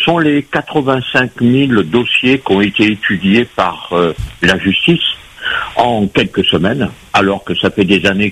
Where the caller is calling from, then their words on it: Paris, Île-de-France, France; je vous appelle de Paris.